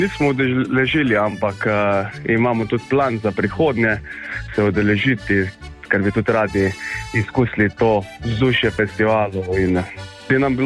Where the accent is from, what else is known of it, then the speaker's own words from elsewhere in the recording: Carinthia, Slovenia; prihajamo vsi člani iz Koroške, smo lepo porazdeljeni, bi rekel, skor po celi Koroški.